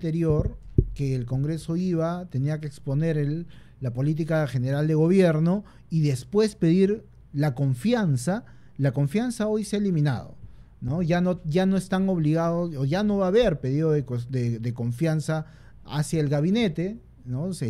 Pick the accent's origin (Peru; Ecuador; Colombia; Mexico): Peru; Hay una variedad cultural que mantenemos hasta ahora y es parte del orgullo que tenemos como peruanos.